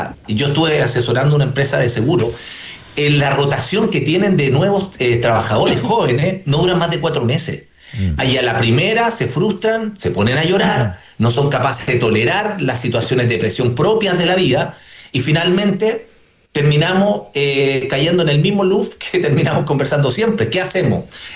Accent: Chile

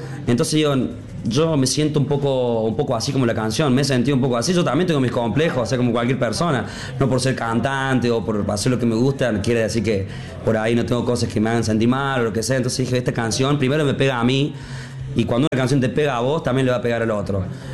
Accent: Córdoba, Argentina; como cordobés, me quedo con la versión cuarteto.

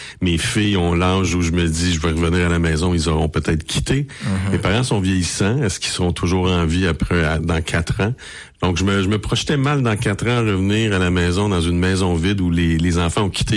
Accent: Joliette, Quebec, Canada; born there; also born or lived in Trois-Rivières / Sherbrooke; Moi, jusqu'à 1974, on n'était pas à Joliette. Mon père était transféré à Joliette en 1974, puis par la suite... On n'est pas redéménagé, on s'est enraciné ici, à Saint-Charles-Borromée, en fait.

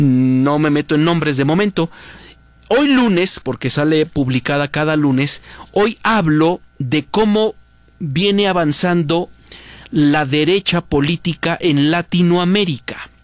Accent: Mexico

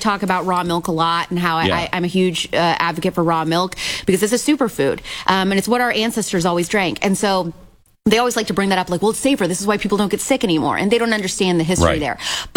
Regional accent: Midwest, United States; I'm from the Midwest.

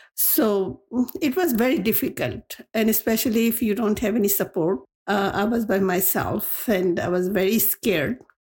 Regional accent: Pakistan; English is a second language; moved away as an adult; now in Vancouver, Canada; I came from Pakistan, and back home, when I see it, it was completely different. My first experience was very difficult. My first child in 1968 in Canada, in Vancouver.

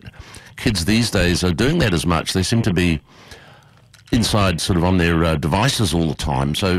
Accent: New Zealand; I grew up in New Zealand and, you know, I was out in the backyard whenever the weather permitted it and playing cricket and kicking a rugby ball around

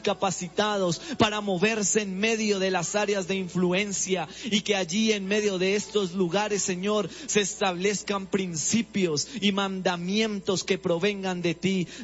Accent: Colombia; Padre, hoy queremos unirnos como colombianos a creer que por medio de tu intervención estás sacando fuera todo el temor que se está sembrando en medio de cada colombiano

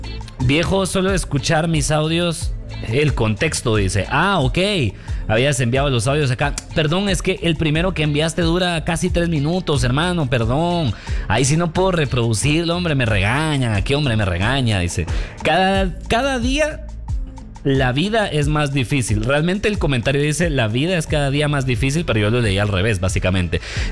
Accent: Guatemala; en un país como el nuestro

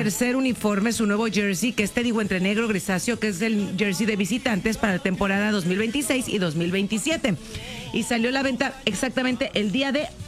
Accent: Sonora, Mexico; Nosotros venimos, yo vengo de Sonora.

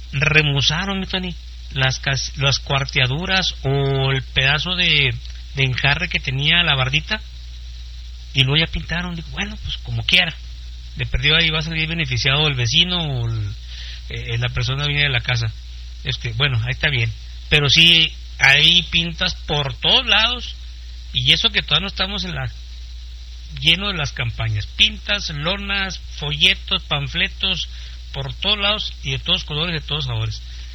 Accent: Mexico; yo confío más en mi país, que es México.

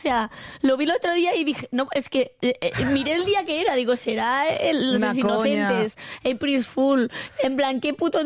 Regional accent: Catalonia, Spain; Evidentemente, yo pensaba que no podía ser más catalana, pues... pues ahora soy más catalana aún.

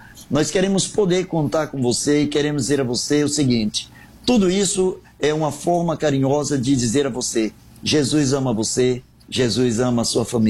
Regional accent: Aracaju, Sergipe, Brazil; born there; now in Rio de Janeiro, Brazil; eu sou carioca no sentido de fui tão bem recebido por esse povo que eu me considero daqui. De nascença eu sou sergipano, eu sou de Aracaju, mas já moro aqui no Rio de Janeiro há 30, 35 anos.

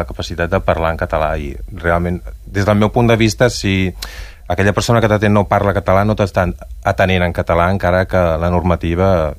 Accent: Barcelona, Catalonia, Spain; now in Banyoles, Spain; jo sóc fill de Barcelona, he viscut mitja vida a Barcelona i ara porto mitja vida en comarques gironines i Banyoles

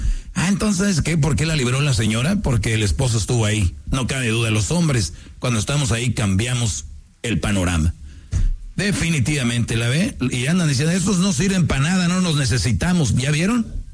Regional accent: Spain; yo soy español.

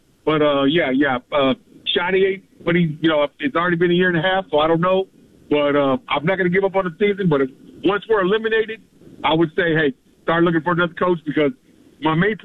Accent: Texas, United States; I do listen to a lot of the Cowboys radio in the Dallas area, even though I'm from the Houston area

